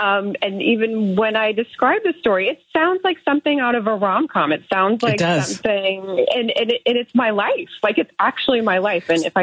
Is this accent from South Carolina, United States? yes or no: no; New York, United States